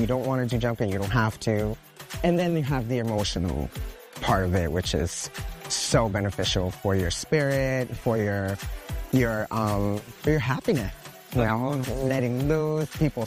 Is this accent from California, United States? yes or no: no; New York City, New York, United States; I'm from New York City originally. I'm from Queens. My parents are Colombian.